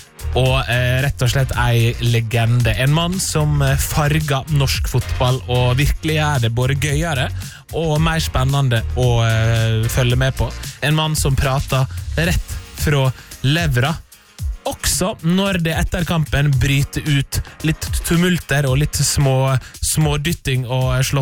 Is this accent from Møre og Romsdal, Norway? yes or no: yes; Møre og Romsdal, Norway; jeg som sunnmøring